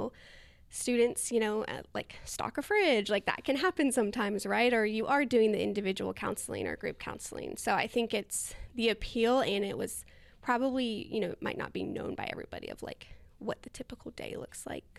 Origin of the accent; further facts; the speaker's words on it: North Carolina, United States; moved away as an adult; now in Texas, United States; I'm from North Carolina, so I'm not from Texas. I got my degree at UNC Chapel Hill